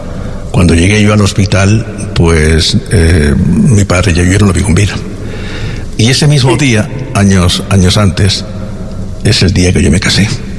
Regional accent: Andalusia, Spain; Yo soy andaluz. Yo soy de Granada.

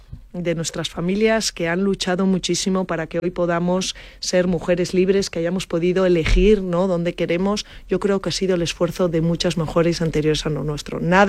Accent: Asturias, Spain; Me estoy acordando ahora de una que se llama … yo soy asturiana

